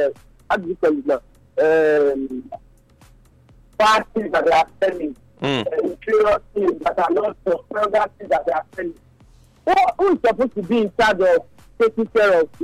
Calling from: Papua New Guinea; I'm calling from New Guinea.

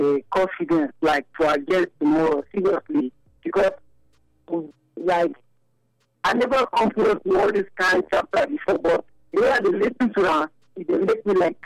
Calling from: Benin City, Edo, Nigeria; I'm calling from Sapele Road.

